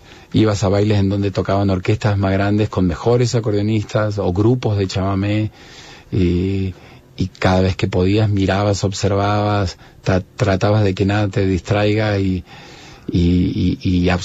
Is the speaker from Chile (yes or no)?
no; Apóstoles, Misiones, Argentina; yo nací en Apóstoles Misiones y gran parte del año hace calor